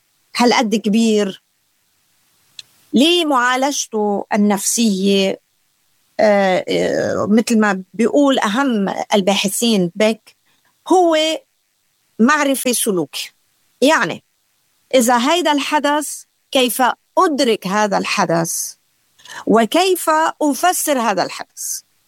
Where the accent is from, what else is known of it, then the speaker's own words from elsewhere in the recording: Lebanon; كوني لبنانية